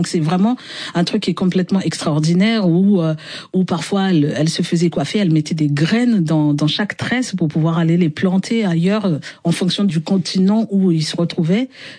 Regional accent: Brazzaville, Republic of the Congo; moi, j'ai grandi à Mongali, précisément à Brazzaville.

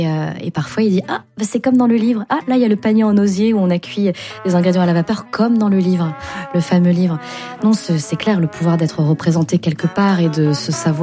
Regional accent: France; born there; peut-être que quand on est de la diaspora, que nos parents sont nés au Vietnam ou ailleurs, que nous on est nés en France, on se doit de...

